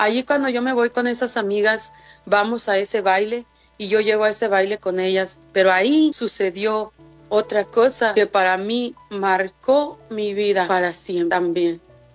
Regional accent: San Luis Potosí, Mexico; Yo vengo del estado de San Luis, de San Luis Potosí. Entonces yo no conocía San Luis, no conocía el centro.

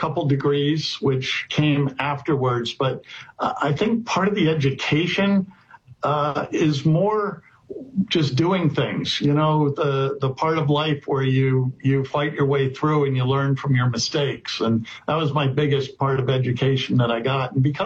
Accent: Pennsylvania, United States; I'm from just outside of Philadelphia, Pennsylvania. I have one sister who's older, and I basically grew up in this area.

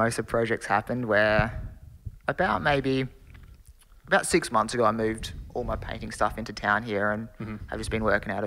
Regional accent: Wilmington, South Australia, Australia; also born or lived in Booleroo; so I was born in Boolaroo, actually, so just down the road, and Mum and Dad had a place here in town, so lived here until I was about 14, 15, and then moved out to a farm

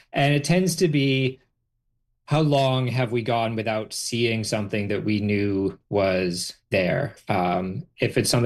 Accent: Calgary, Alberta, Canada; I grew up in Calgary

